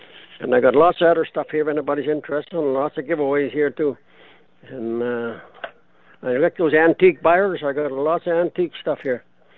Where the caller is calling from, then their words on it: Manitoba, Canada; Calling from the Interlake.